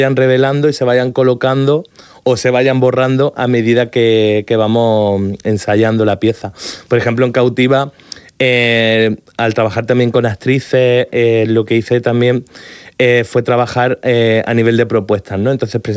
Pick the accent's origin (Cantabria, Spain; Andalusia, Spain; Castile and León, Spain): Andalusia, Spain; now in Murcia, Spain; Y también como yo, como artista andaluz, también me sentí como un poco desarraigado de mi tierra, ¿no? Por esta cosa también como de la emigración, de, ¿no? Como de venirme a Murcia